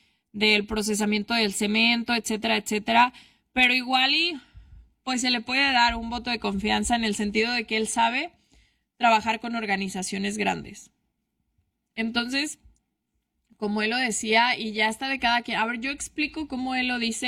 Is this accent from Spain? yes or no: no; Aguascalientes, Mexico; pero yo nací aquí en México. De hecho, soy de Aguascalientes. Pero pues los de Aguascalientes también hablamos muy chistoso